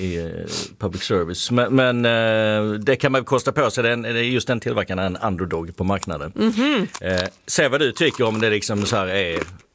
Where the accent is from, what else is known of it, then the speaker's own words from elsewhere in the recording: Skåne, Sweden; Jag kommer från Skåne